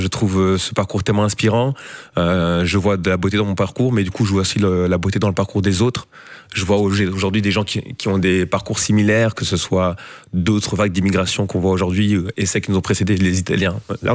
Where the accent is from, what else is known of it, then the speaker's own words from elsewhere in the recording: Cape Town, Western Cape, South Africa; moved away; also born or lived in Congo / Rwanda; vers l'Afrique du Sud, là où j'ai grandi.